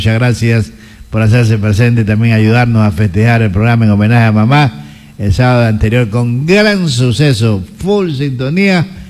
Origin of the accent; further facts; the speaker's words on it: Esmeraldas, Ecuador; No, ha sido de Esmeralda, de mi tierra, vea.